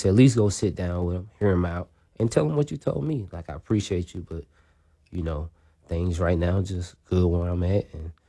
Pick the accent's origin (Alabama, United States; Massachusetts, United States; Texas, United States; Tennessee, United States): Tennessee, United States; Memphis; And I ain't from Chattanooga, I'm from Memphis.